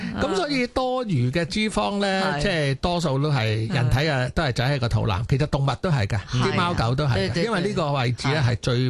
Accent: Hong Kong; 你食翻一个我哋香港人好中意嗰啲餐蛋面

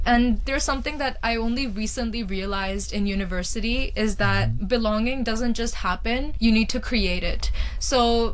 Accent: Hong Kong; also born or lived in Punjab, India; I was born in Hong Kong and my childhood was in Punjab, India. I came to Hong Kong for preschool.

